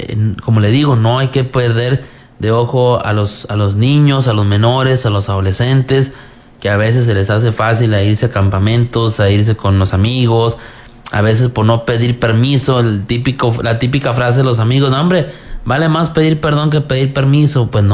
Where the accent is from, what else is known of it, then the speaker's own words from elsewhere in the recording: Zaragoza, Coahuila, Mexico; Allá en mi natal Zaragoza, allá en las tierras del alcalde Belio Vara